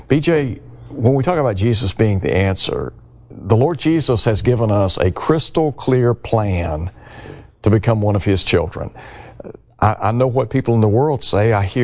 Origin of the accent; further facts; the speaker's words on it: Chattanooga, Tennessee, United States; my hometown, Chattanooga.